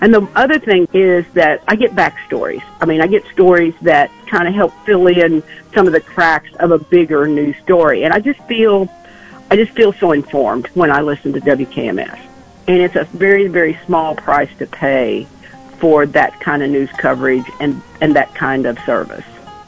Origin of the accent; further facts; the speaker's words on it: Hopkinsville, Kentucky, United States; I'm from Hopkinsville, Kentucky.